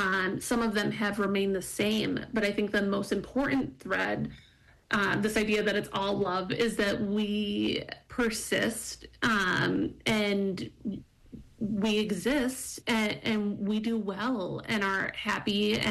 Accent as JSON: {"language": "English", "region": "New York", "country": "United States", "said": "So I'm from the Tuscarora Nation of the Haudenosaunee Confederacy."}